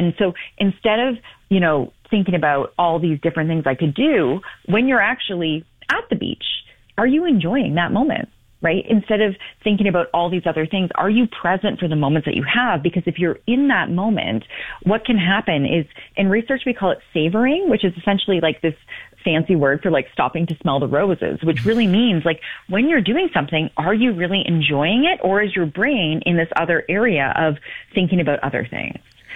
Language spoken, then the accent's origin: English; London, Ontario, Canada; now in Toronto, Canada; I'm from London, Ontario, and I live downtown Toronto now.